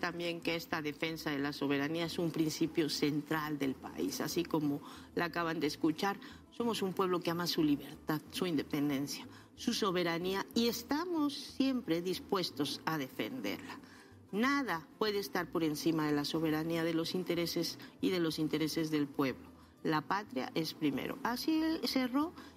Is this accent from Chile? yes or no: no; Mexico